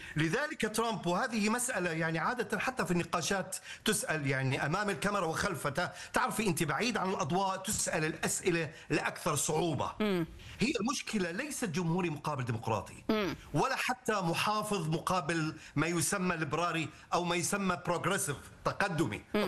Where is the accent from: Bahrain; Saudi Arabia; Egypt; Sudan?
Saudi Arabia; أنا سعوديه